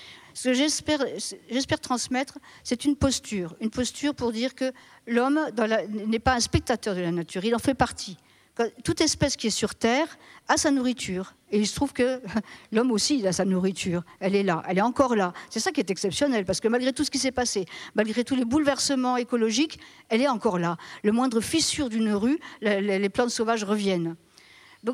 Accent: Grand Est, France; Et puis en plus, moi je venais de la Marne, il a fallu apprendre ici.

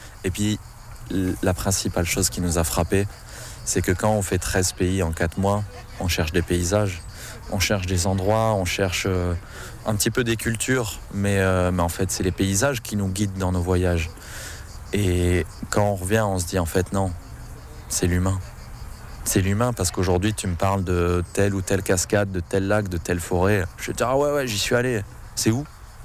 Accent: Toulon, Provence-Alpes-Côte d'Azur, France; moved away; On vient de Toulon tous les deux

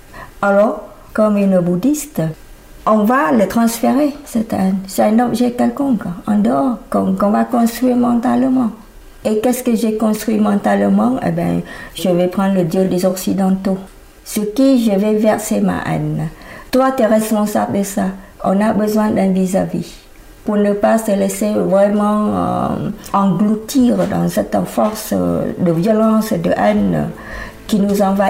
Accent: Phnom Penh, Cambodia; accent: city people's accent (Phnom Penh); French is a second language; moved away; Étant donné que j'étais formée à Phnom Penh, j'ai un accent, si vous voulez, des gens de ville.

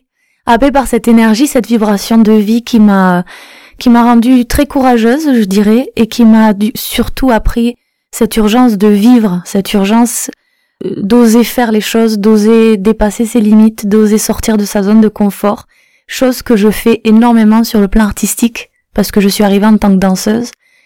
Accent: Comminges valley, Occitanie, France; moved away as an adult; now in Cameroon; je suis de la région. Je suis de la vallée de Comminges, juste à côté de Rieux-Volvestre.

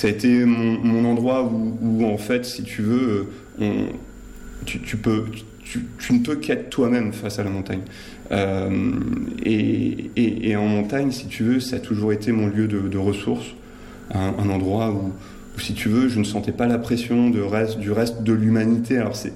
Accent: Provence-Alpes-Côte d'Azur, France; also born or lived in Seine-Maritime; Alors, je suis natif de Seine-Maritime, de Normandie. Mes parents ont été mutés dans les Hautes-Alpes.

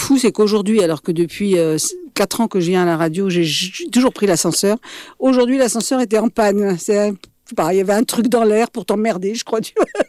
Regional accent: Paris, Île-de-France, France; now in Montpellier, France; Moi, je suis parisienne à la base.

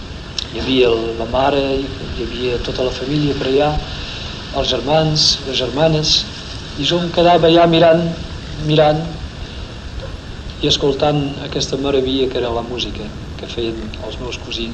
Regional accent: Escó, Catalonia, Spain; anàvem al poble d'Escó, dins la província de Tarragona, d'on són els meus pares i d'on jo sóc precedent.

